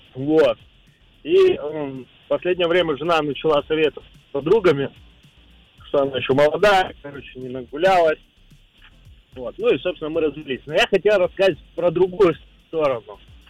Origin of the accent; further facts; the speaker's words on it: Vladivostok, Primorsky Krai, Russia; Я вообще с Владивостока, но сейчас в Москве по МКАДу еду.